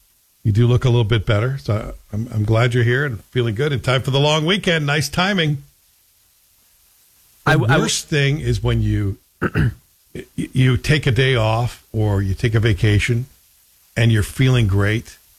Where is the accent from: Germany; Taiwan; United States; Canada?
Canada; as a Canadian, that's what keeps me going in the winter is hockey.